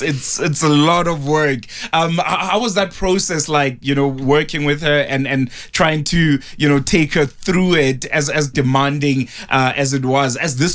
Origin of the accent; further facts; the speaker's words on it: South Africa; knowing the history that we have, as you mentioned, and also how we just have this ability as South Africans to bring very, very conversational